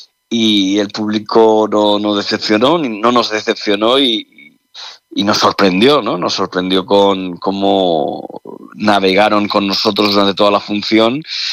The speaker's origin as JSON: {"language": "Spanish", "town": "Caravaca de la Cruz", "region": "Region of Murcia", "country": "Spain", "said": "ruede ahora aquí en mi tierra, en Murcia, en Caravaca concretamente"}